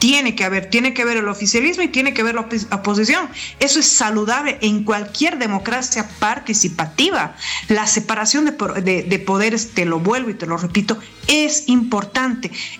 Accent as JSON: {"language": "Spanish", "region": "La Paz", "country": "Bolivia", "said": "los paceños somos unos guerreros en todo sentido. Hemos logrado construir una ciudad de más de 3,000 metros de altura."}